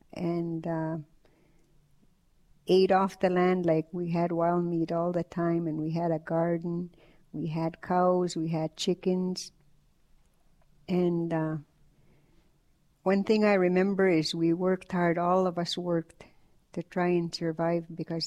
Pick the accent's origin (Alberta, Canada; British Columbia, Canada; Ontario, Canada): Alberta, Canada; Goodfish Lake Reserve; I'm from the Goodfish Lake Reserve in Alberta. I'm a Cree person, and I was born to a family of 8 children, along with mom and dad, and we lived in a log house